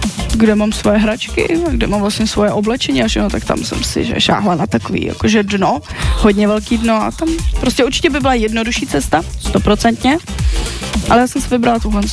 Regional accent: Karlovy Vary Region, Czechia; now in Prague, Czechia; protože já jsem momentálně z Prahy. Ten azylový dům byl v Brandýsu nad Labem, což je, já nevím, 20 minut autem, jo, kousíček. Ale já jsem původně ze západu Čech, jo, ještě za Karlovýma Varama.

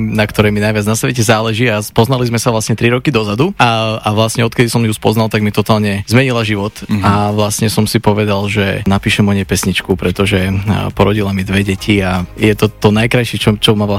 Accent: Levice, Nitra Region, Slovakia; Áno, áno. Ja som zo Slovenska, som z Levíc.

